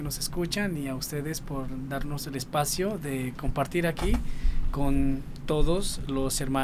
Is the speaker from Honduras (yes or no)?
yes; Gracias a Dios, Honduras; soy originario de La Mosquitia.